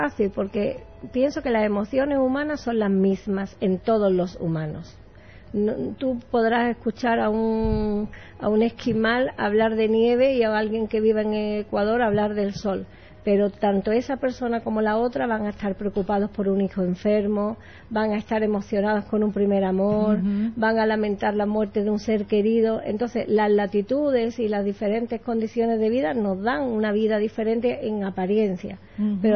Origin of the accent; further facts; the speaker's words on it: Málaga, Andalusia, Spain; moved away as an adult; also born or lived in Brazil / Uruguay; now in Argentina; Viví en España hasta los 26 años, yo soy de Málaga, uh-huh. Y después me cambié a Brasil, donde viví otros 20 y tantos años.